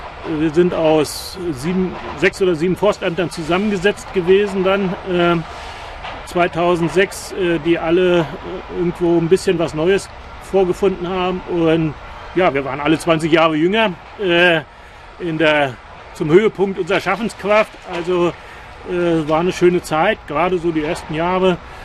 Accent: Mecklenburg-Vorpommern, Germany; Also gebürtig bin ich Mecklenburger, an der Ostseeküste aufgewachsen, vor den Toren von Lübeck geboren, aber auf mecklenburgischer Seite.

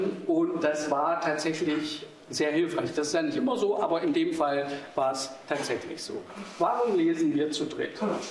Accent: Dessau, Saxony-Anhalt, Germany; ich bin in Dessau geboren und auch aufgewachsen. Ich habe die Stadt verlassen, da hatte sie nur 100.000 Einwohner.

